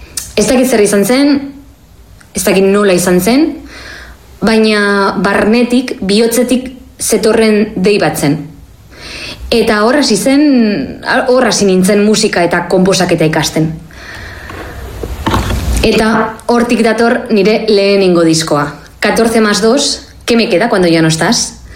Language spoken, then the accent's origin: Basque; Vitoria-Gasteiz, Basque Country, Spain; moved away as an adult; now in Barcelona, Spain; gasteiztarra naiz, euskalduna, baina duela 14 urte Bartzelonara etorri nintzen arte dramatiko ikastera, eta handik aurrera nire karrera profesionala eta artistikoa hemen gauzatu ditut.